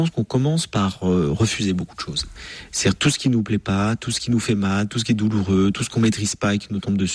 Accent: France; Et en plus qu'en France, qu'on est français, on se plaint doublement.

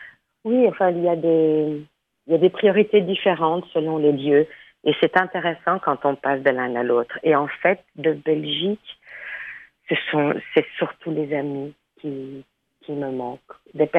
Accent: Thessaloniki, Central Macedonia, Greece; et petite fille de réfugiés. Donc, la moitié de la ville de Thessalonique, ou même plus que la moitié, nous sommes tous des Grecs d'Asie mineure.

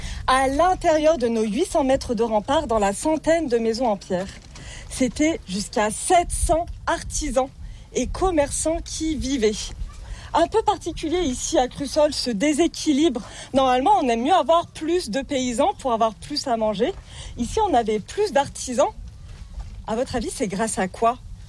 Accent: Guilherand-Granges, Auvergne-Rhône-Alpes, France; born there; Ouais, je suis née à Guirand-Grange.

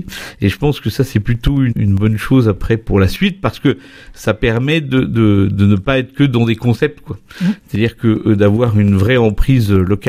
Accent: Oyonnax, Auvergne-Rhône-Alpes, France; also born or lived in Lyon; Je suis originaire de Oyonnax.

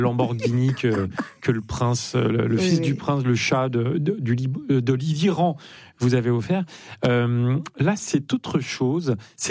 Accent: Lyon, Auvergne-Rhône-Alpes, France; Vous savez que je viens de Lyon

